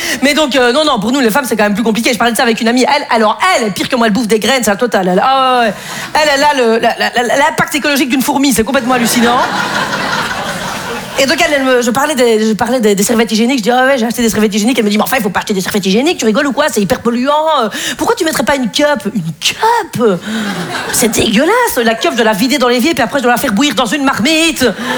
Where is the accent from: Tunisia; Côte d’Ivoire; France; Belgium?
Belgium; moi, je suis contre le réchauffement climatique, mais c'est facile parce que je suis belge, vous voyez.